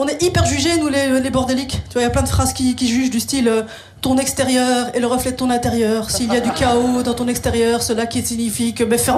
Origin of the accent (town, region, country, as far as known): Molenbeek, Brussels-Capital Region, Belgium